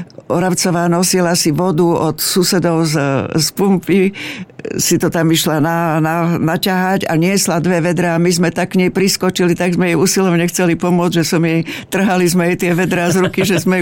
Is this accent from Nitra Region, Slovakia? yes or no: no; Blatnica, Žilina Region, Slovakia; Ja pochádzam z Blatnice, že neviem, či som to už spomenula, a u nás boli ľudia, ktorí chodili obchodovať do Ruska.